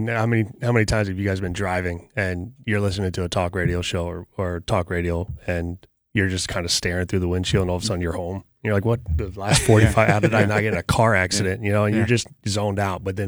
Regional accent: United States; I'm from America. Yeah, that's where I'm from.

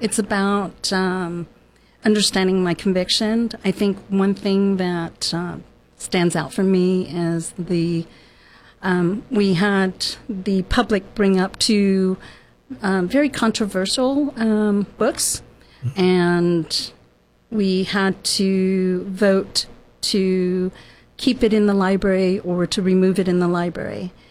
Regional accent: Vietnam; now in United States; I immigrated here as a refugee from Vietnam in 1975. My father was in the military, a naval officer.

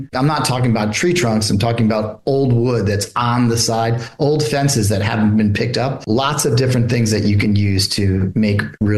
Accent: New York, United States; also born or lived in Savannah; now in Mount Pleasant, United States; I'm from New York originally

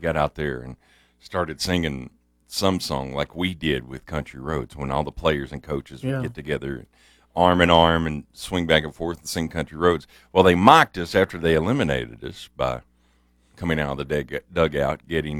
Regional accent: Beeson, West Virginia, United States; when I was a kid, where I grew up in Beeson

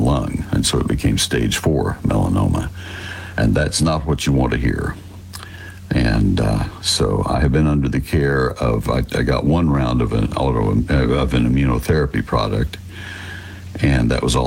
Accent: Texas, United States; I love my home state

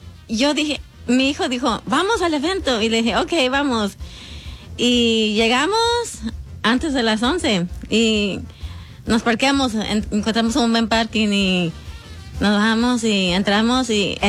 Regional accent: Duarte, California, United States; born there; Yo soy nacida aquí en Duarte, California.

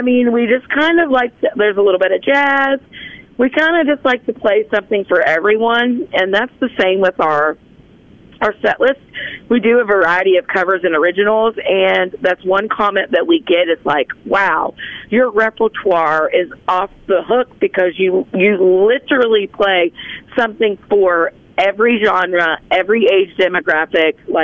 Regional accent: Belington, West Virginia, United States; We're from Bealington. We have a little music studio, and we record local artists.

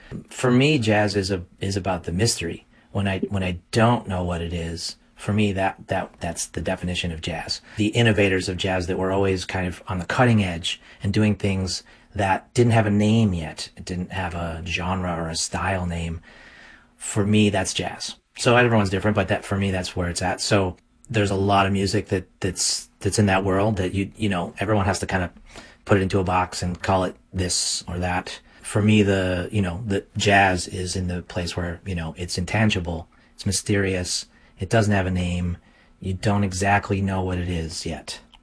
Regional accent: Binghamton, New York, United States; So I live in a kind of small city

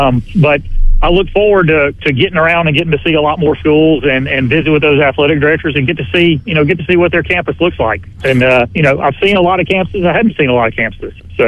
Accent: Canton, Mississippi, United States; I grew up. I grew up in Canton, and we were a AA school.

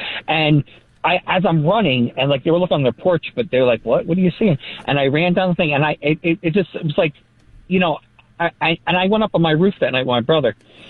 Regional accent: Carlstadt, New Jersey, United States; now in Garfield, United States; Right now I'm in Garfield, but I'm from Carlstadt.

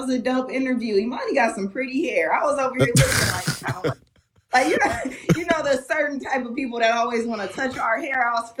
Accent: Milwaukee, Wisconsin, United States; Milwaukee's home. All of my family and friends are still there. I'm back and forth. So, yeah, man. I'm from Milwaukee through and through.

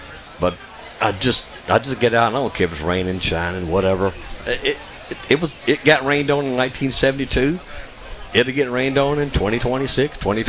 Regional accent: Gulfport, Mississippi, United States; also born or lived in Biloxi; I'm from Biloxi, Mississippi. Born and raised in Gulfport.

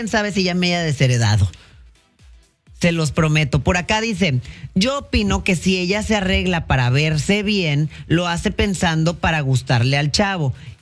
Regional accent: Monterrey, Nuevo León, Mexico; also born or lived in California; Me crié en Monterrey. Después de que yo nací, decidieron regresar a México. Entonces, yo soy mexicana por mis papás y porque ahí me crié.

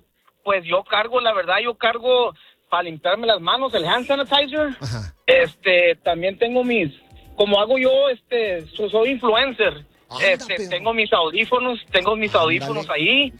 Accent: San Antonio, Texas, United States; De aquí, de San Antonio, Texas.

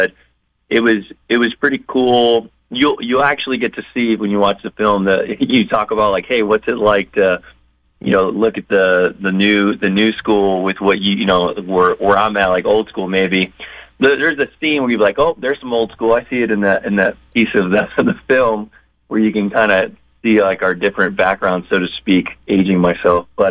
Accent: Florida, United States; I was raised in Florida in a rural town

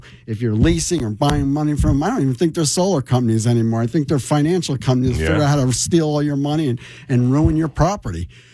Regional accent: Rahway, New Jersey, United States; I'm from Rahway, New Jersey. The town went to just went to poop.

